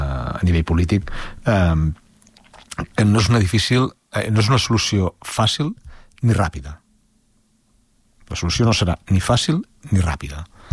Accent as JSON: {"language": "Catalan", "town": "Molins de Rei", "region": "Catalonia", "country": "Spain", "said": "aquesta flama que es diu Molins de Rei. Crec que som la Gàlia de Baix Llobregat, som un poble doncs, absolutament diferent a tot el que tenim al nostre entorn"}